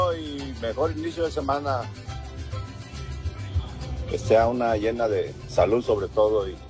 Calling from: Guadalajara, Jalisco, Mexico; moved away; Acá reportándonos desde Southgate, California. Originarios de la experla tapatía, Guadalajara

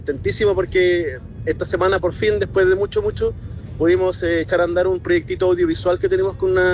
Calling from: southern Chile, Chile; por acá, del sur de Chile.

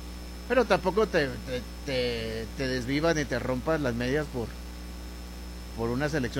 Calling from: Mexico; uno no deja de ser este mexicano

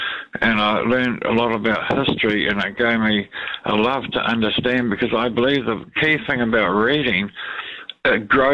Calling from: Lower Hutt, Wellington, New Zealand; Lower Hutt.

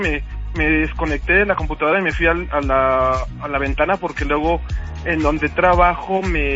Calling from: Mexico City, Mexico; Aquí de la Ciudad de México

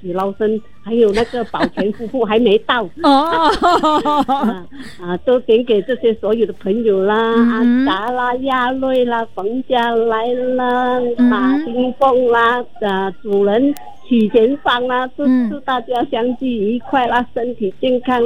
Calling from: Johor Bahru, Johor, Malaysia

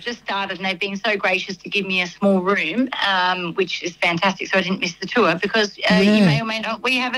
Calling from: Melbourne, Victoria, Australia; So I am calling in from Merrifield in Melbourne.

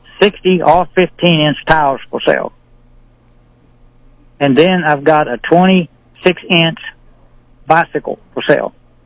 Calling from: Marshall, Missouri, United States; Okay, I'm calling from Marshall

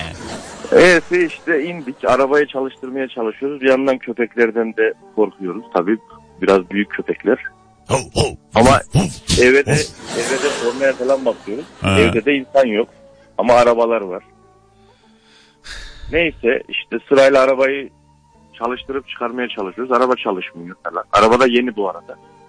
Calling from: Ankara, Turkey; ben Ankara'dan.

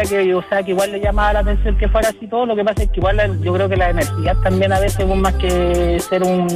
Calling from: Santiago, Santiago Metropolitan Region, Chile; Yo soy de Santiago.

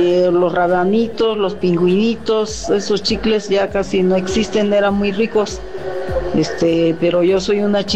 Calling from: Acahualco, State of Mexico, Mexico; de Acahualco, saludos a todos los que conozco, me conocen, y los que no, pues también.

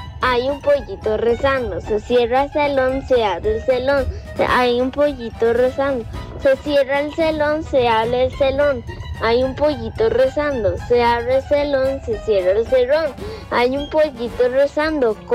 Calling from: Cartago, Costa Rica; de Cartago.

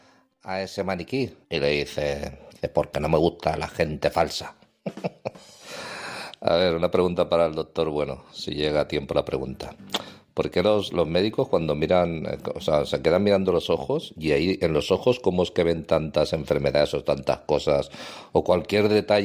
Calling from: Valencia, Valencian Community, Spain

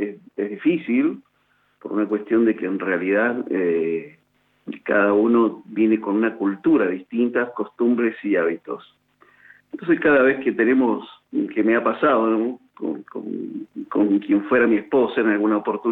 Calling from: Mendoza, Argentina; soy … de Mendoza.

